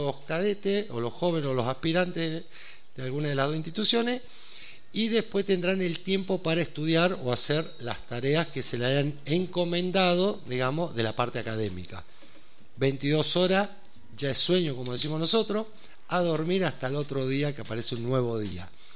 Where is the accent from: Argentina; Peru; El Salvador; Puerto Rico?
Argentina; Godoy Cruz, Mendoza; moved away; Yo soy de acá de Mendoza, soy oriundo de Godoy Cruz y ya me fui hace 30 años de acá.